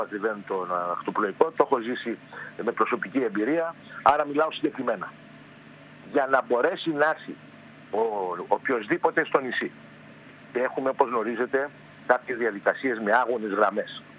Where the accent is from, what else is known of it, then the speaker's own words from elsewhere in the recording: Kastellorizo, South Aegean, Greece; Είμαι και εγώ νησιώτης από το Καθελόριζο.